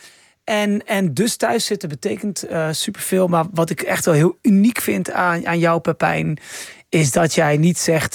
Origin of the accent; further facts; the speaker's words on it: Rotterdam, South Holland, Netherlands; Ik kom uit... Blijswijk, eigenlijk Rotterdam. Ja. Ik kom uit Rotterdam